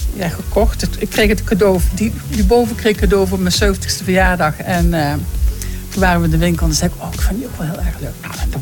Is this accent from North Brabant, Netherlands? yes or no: yes; North Brabant, Netherlands; Nee, ik ben Brabantse van geboorte. Mijn moeder was van de Gronings, maar ik ben gewoon in Brabant opgegroeid. Met een Brabantse vader, dus ja.